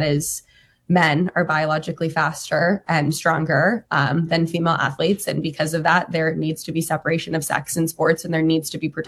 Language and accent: English; Nevada, United States; also born or lived in Utah; My home state of Nevada has a very similar protection as West Virginia